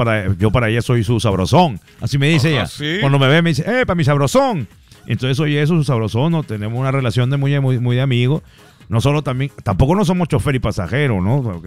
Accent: Maracaibo, Zulia, Venezuela; Yo soy de Maracaibo.

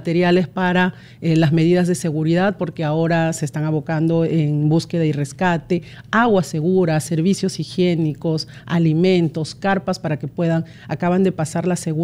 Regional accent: Peru

